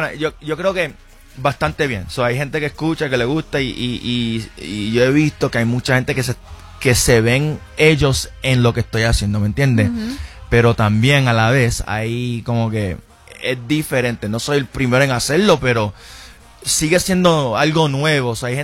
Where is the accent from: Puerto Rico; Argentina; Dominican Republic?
Puerto Rico; Yo soy de Puerto Rico, yo fui desde chiquita escribiendo canciones